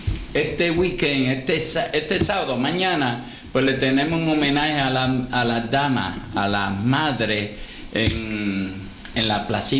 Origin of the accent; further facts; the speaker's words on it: Lajas, Puerto Rico; now in Sabana Grande, Puerto Rico; Aunque yo nací y me crié en Laja, pero mi pueblo es Sabana Grande, donde conozco tanta gente buena.